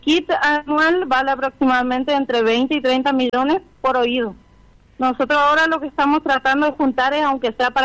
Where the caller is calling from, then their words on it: Puerto Tirol, Chaco, Argentina; Y soy de Puerto Tirol